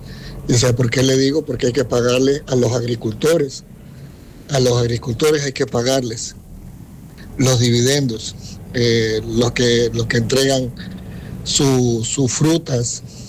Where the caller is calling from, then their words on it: Guayaquil, Guayas, Ecuador; desde acá de Guayaquil.